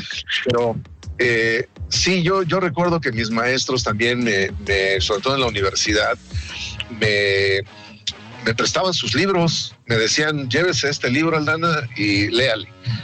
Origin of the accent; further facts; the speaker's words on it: Mexico City, Mexico; Yo crecí en un vecindario en la Ciudad de México